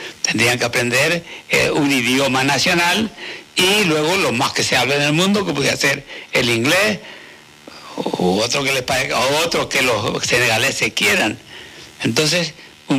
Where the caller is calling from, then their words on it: Canary Islands, Spain; Somos lo peor de todo el Estado español, en Canarias.